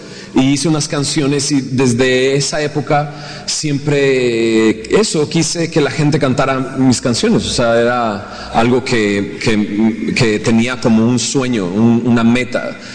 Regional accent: Monterrey, Nuevo León, Mexico; Bueno, yo soy de Monterrey y siempre me gustó la música desde muy pequeño. Encontré una guitarra en casa de mi abuela, le puse cuerdas y intenté aprender a tocar la guitarra.

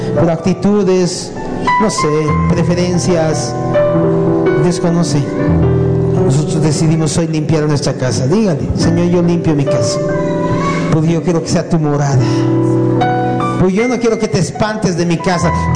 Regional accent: Bolivia

